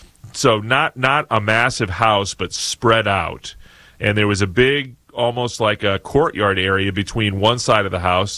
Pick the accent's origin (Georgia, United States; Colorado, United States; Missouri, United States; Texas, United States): Missouri, United States; Joplin; And KFSS in my hometown of Joplin, Missouri.